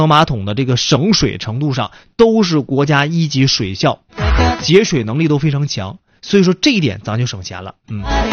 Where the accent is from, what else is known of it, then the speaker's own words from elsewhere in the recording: Northeast China, China; 比如说这个我们东北人啊